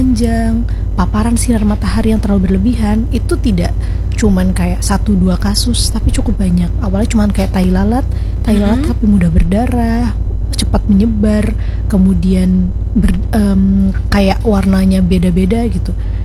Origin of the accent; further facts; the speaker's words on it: Banjarmasin, South Kalimantan, Indonesia; jadi harus hati-hati nih kita sebagai warga Banjar.